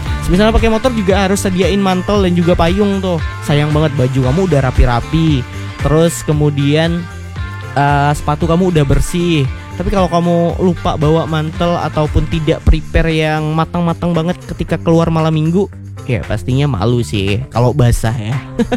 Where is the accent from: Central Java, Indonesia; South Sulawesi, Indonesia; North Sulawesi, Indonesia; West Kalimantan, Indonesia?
West Kalimantan, Indonesia; Pontianak; biasanya kita orang Pontianak tuh bingung